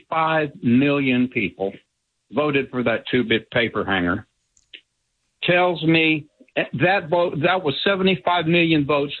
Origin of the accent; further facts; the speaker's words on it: Doraville, Georgia, United States; I grew up in Doraville in the late 50s and 60s. Woke up when I was eight to a black dripping swastika on my door because of my Jewish name.